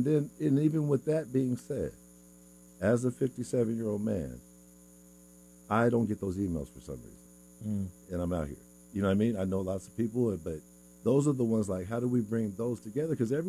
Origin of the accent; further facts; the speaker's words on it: Seattle, Washington, United States; now in Renton, United States; I'm not from the Renton. I'm not from anywhere. You know, I'm from Seattle.